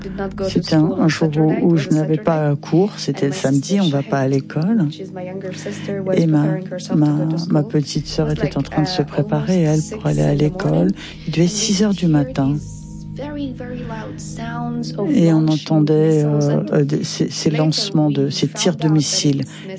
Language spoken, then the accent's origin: French; Gaza City, Gaza Strip, Palestine; Je suis née à Derba, c'est-à-dire pas à Gaza City en tant que telle. Et jusqu'à l'âge de 3-4 ans. Et ensuite, on a déménagé à Gazaville, à Gaza City.